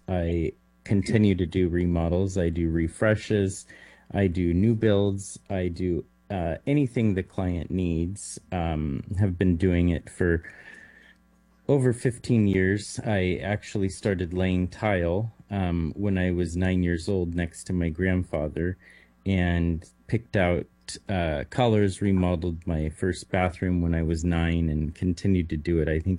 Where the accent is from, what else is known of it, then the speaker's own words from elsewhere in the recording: Bakersfield, California, United States; We were born and raised in Bakersfield, and coming on the weekends, stopping at Jocko's to eat and McClintock's back in the day